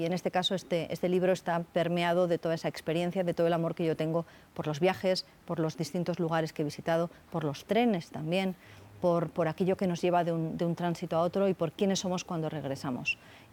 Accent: Spain; como occidental, como española en este caso

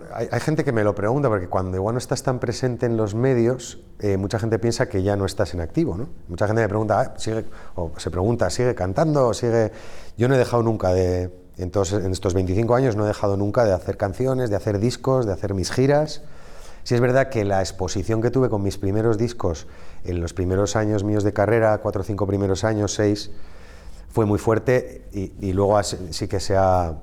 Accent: San Sebastián, Basque Country, Spain; en el norte, de donde yo soy, por ejemplo, en Donosti

